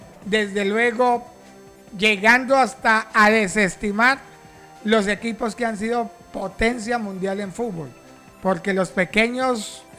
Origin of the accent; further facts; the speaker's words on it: Colombia